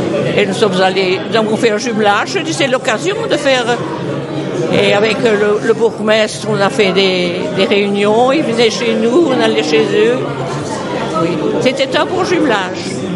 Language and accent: French; Rochefort, France; Nous sommes originaires de Rochefort, la commune de Rochefort, et c'est là que papa a remonté des sections.